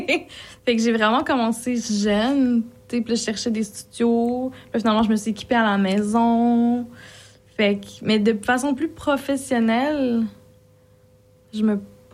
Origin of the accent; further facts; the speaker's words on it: Montreal, Quebec, Canada; born there; also born or lived in Laval; je suis née à Laval. J'ai grandi à Laval, mais toute mon. Tu sais, même la majorité de mon primaire, tout mon secondaire, cégep, université, puis tout ça, c'était à Montréal. Fait que j'étais plus. C'est ça, Montréal et ses environs, comme on dit